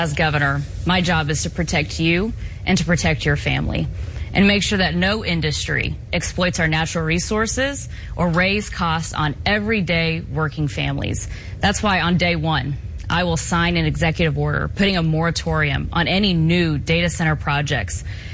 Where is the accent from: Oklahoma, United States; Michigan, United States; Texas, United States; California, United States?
Oklahoma, United States; I was raised in Southwest Oklahoma by a single father who served 22 years in the United States Army